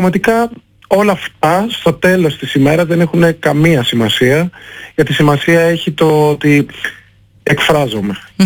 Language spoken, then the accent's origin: Greek; Greece; Η μαμά μου είναι Αφρικανίδα και ο μπαμπάς μου είναι Έλληνας. Έχω γεννηθεί και έχω μεγαλώσει στην Ελλάδα.